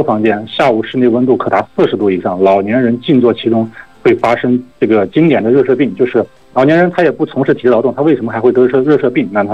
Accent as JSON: {"language": "Chinese", "region": "Xinjiang", "country": "China", "said": "像新疆咱们新疆这段时间这个高温呢"}